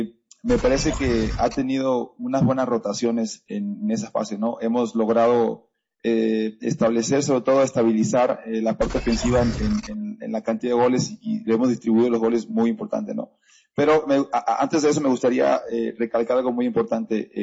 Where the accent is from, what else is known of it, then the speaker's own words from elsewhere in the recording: Mexico; estamos orgullosos todos como mexicanos ver lo que ha hecho Guadalajara.